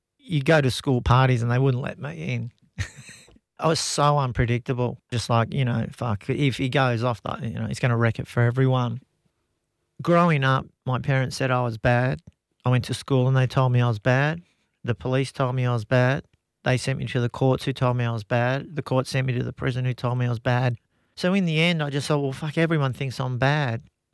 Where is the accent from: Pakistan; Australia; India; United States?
Australia; Frankston, Victoria; born or raised there